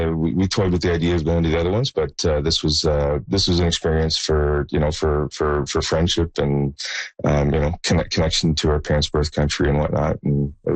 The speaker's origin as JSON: {"language": "English", "town": "London", "region": "Ontario", "country": "Canada", "tie": "born or raised there", "said": "I have a buddy I grew up with in London, Ontario, and he moved down here to Dallas. And we're both, our parents are both Dutch. All four of our parents are Dutch."}